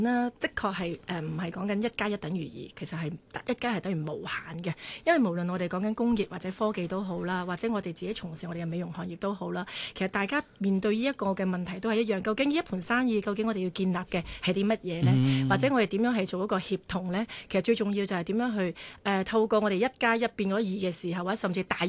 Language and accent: Cantonese; Hong Kong